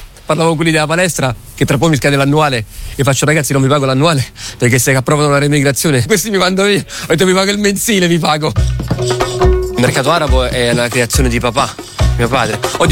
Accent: Morocco; Che io quando vado al bar devo mostrarmi doppiamente educato, perché io sono marocchino.

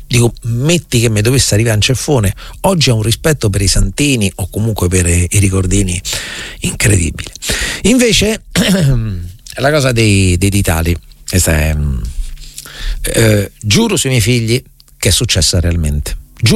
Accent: Recanati, Marche, Italy; born there

